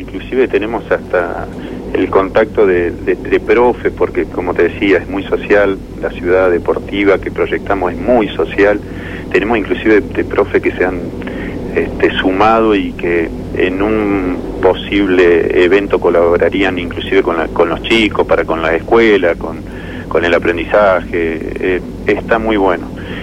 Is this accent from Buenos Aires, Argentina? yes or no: no; General Roca, Río Negro, Argentina; soy de Roca, ¿no? Soy de acá.